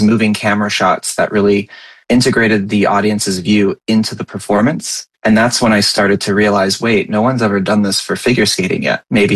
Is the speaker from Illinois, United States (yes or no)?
no; Los Angeles, California, United States; I grew up in Los Angeles. That's where I started to skate.